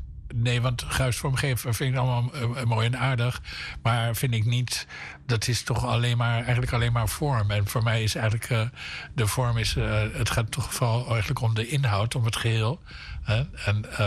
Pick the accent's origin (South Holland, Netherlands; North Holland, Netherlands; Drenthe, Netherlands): South Holland, Netherlands; The Hague; Ik kom uit Den Haag, Voorburg Den Haag.